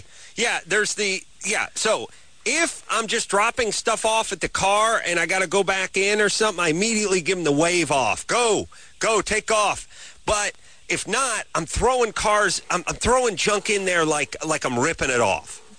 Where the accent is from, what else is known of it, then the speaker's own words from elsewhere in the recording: North Hollywood, California, United States; My hometown, NoHo.